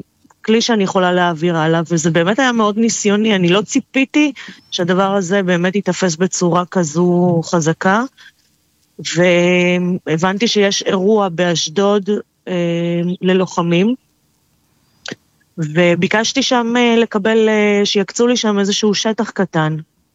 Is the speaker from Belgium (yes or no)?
yes; Antwerp, Flanders, Belgium; Hebrew is a second language; now in Israel; קודם כל, אני הרבה מאוד שנים בארץ. עליתי מבלגיה, מאנטוורפן.